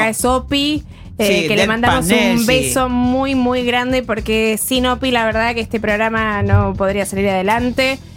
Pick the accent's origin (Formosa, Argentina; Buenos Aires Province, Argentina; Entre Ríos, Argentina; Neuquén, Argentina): Buenos Aires Province, Argentina; Luján; now in Oslo, Norway; No soy de Córdoba, soy de Luján, provincia de Buenos Aires.